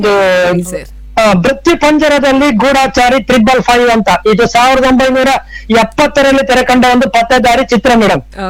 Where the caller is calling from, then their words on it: Saligrama, Karnataka, India; ಸಾಲಿಗ್ರಾಮದಿಂದ ಉಡುಪಿ ಜಿಲ್ಲೆಯಿಂದ ಮಾತಾಡ್ತಾ ಇದ್ದೀನಿ.